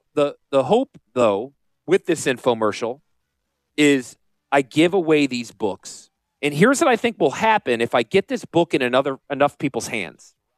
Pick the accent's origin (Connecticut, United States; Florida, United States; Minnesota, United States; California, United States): Connecticut, United States; also born or lived in Philadelphia / Utah; I am a damn Yankee. Born and raised in Connecticut, went to school in Philly, moved to Utah. I've been in the South longer than I lived in the North.